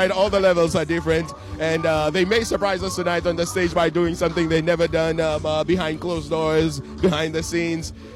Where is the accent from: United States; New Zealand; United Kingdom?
United Kingdom; now in Switzerland; Well, I'm from different countries, but I must say I'm from Switzerland, but I'm originally from the UK.